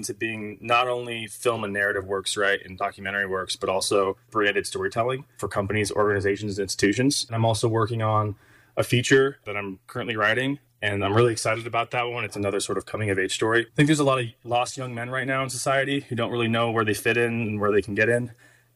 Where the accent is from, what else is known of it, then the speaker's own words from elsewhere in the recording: New Mexico, United States; growing up in the Bosque there, like in the Southwest and in New Mexico